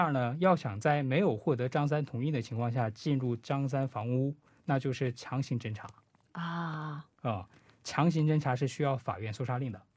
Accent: China; 就是其实我们中国人的话，尤其是中国人的话，我们所接受的这种警察的这个强制性跟韩国的警察的这个强制性不同的。

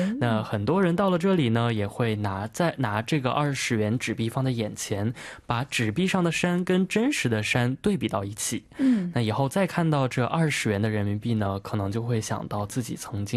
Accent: China

